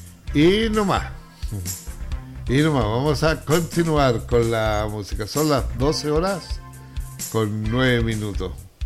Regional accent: Chile; los chilenos que no nos podemos tomar las cosas en serio, ¿no?

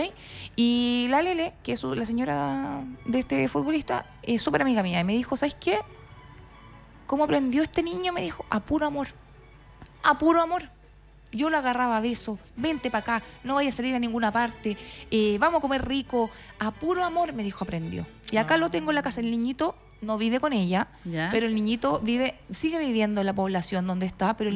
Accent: Chile; nosotros como chilenos

